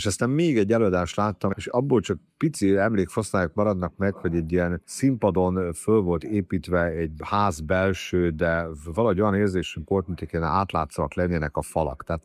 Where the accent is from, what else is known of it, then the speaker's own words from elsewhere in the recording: Subotica, Vojvodina, Serbia; Furcsa világban nőttem fel, hogy a Szabadkán volt egy úgynevezett híres Risztics korszak, amikor egy Gyübisa Risztics nevű rendező tartózkodott itt Szabadkán